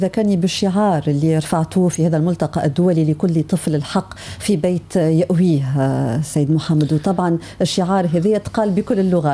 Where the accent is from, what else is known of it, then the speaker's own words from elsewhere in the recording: Tunisia; احنا التوانسة